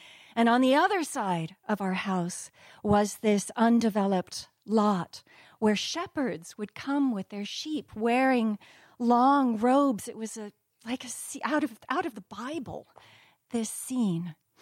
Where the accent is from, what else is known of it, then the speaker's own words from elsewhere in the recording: Jordan; also born or lived in Egypt / Lebanon / Syria / Kuwait; So I was born in Egypt and grew up in Jordan, Lebanon, Syria, Kuwait, Saudi Arabia, Morocco, and Algeria.